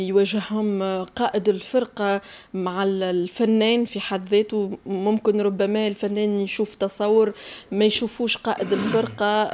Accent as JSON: {"language": "Arabic", "country": "Tunisia", "said": "ويظهر الدليل على أنه احنا في تونس عندنا من خيرة الموسيقيين."}